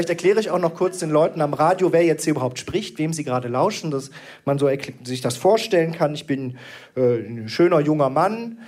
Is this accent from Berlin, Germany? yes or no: no; Willich, North Rhine-Westphalia, Germany; born there; Geboren bin ich in Willich und mit CH. Und Willich hat immerhin einen eigenen Wikipedia-Artikel.